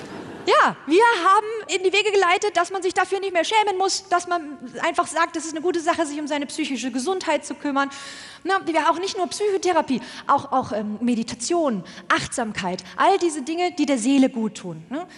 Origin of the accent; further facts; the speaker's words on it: Germany; now in Austria; dass ich als Deutsche in Österreich nicht wählen darf und bald dann auch mein deutsches Wahlrecht verliere